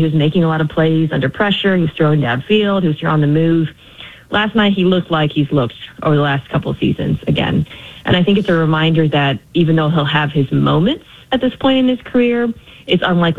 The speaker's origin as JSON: {"language": "English", "region": "Nebraska", "country": "United States", "said": "I know. I mean, I'm from Nebraska, so I don't know. You know, maybe I'm not the Nebraska stereotype per se"}